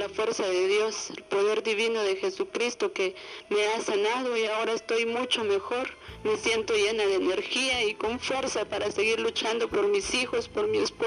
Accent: San José Pinula, Guatemala Department, Guatemala; vengo de una aldea de San José Pinula.

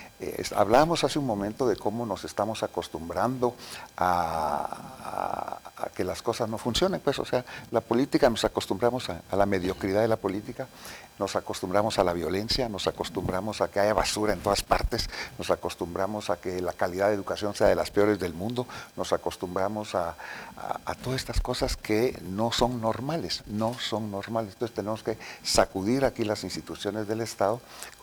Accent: Guatemala; yo no soy gringo, yo soy guatemalteco.

